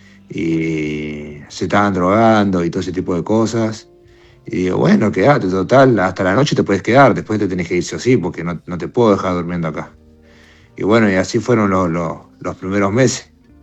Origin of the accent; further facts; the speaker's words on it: Longchamps, Buenos Aires Province, Argentina; Yo soy de zona sur, de Gran Buenos Aires, Lonchan más precisamente.